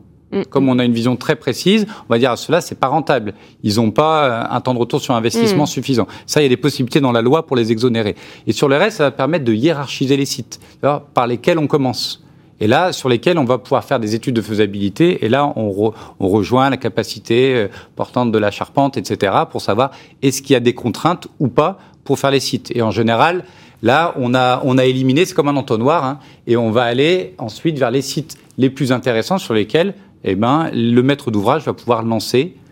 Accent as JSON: {"language": "French", "town": "Chambéry", "region": "Auvergne-Rhône-Alpes", "country": "France", "said": "Moi, je viens de Chambéry, il y a pas mal d'endroits qui sont quand même ombrés par les montagnes."}